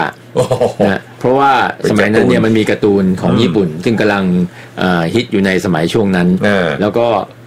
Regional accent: Bangkok, Thailand; ผมเป็นคนกรุงเทพเนี่ยแหละครับเกิดที่กรุงเทพเกิดที่โรงพยาบาลจุฬา

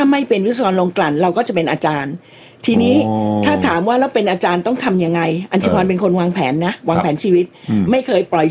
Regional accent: Bangkok, Thailand; เพราะเราเด็กกรุงเทพเนาะลาดกระบังก็อยู่กรุงเทพนะแต่เข้าไปเนี่ยไม่เคยเห็น

